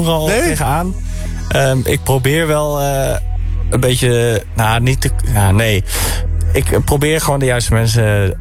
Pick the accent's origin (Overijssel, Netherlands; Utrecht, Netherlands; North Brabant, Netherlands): Overijssel, Netherlands; In de buurt van Deventer, waar ik vandaan kom.